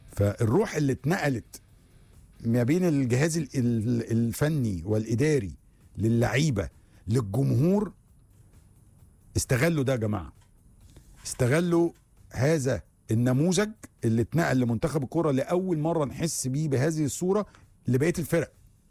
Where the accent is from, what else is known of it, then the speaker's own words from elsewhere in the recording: Egypt; احنا كمصريين